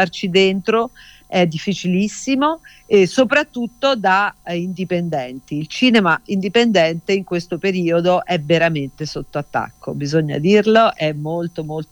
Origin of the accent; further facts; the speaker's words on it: Marche, Italy; io sono marchigiana